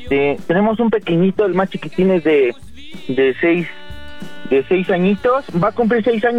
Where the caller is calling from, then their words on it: San José del Rincón, State of Mexico, Mexico; En el Estado de México, en un municipio que se llama San José del Rincón. Órale, la neta, yo voy para mi tierra